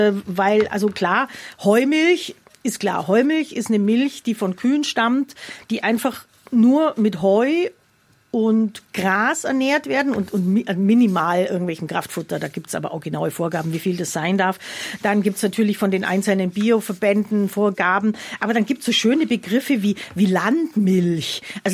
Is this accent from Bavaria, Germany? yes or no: yes; Oberstaufen, Bavaria, Germany; ich komme ja eigentlich aus Oberstaufen